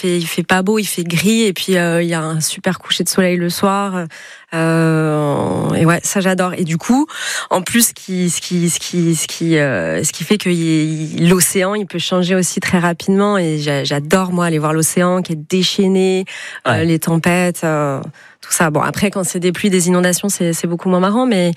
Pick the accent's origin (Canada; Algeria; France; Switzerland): France; Hauts-de-France; déjà, je suis du Nord, donc, j'ai quand même un petit attachement pour le mauvais temps.